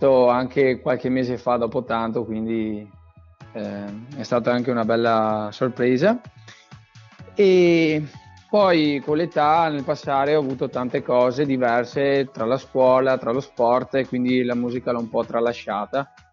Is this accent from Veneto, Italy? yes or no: yes; Veneto, Italy; andato a fare, diciamo, lezione di canto, dove c'è un centro vicino a Vittorio Veneto, praticamente vicino al mio paese